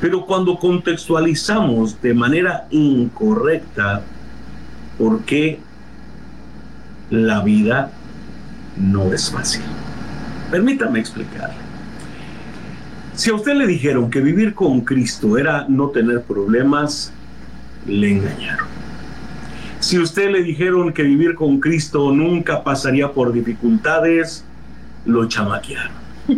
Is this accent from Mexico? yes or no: yes; Mexico; Tenemos una credencial que nos identifica como ciudadanos mexicanos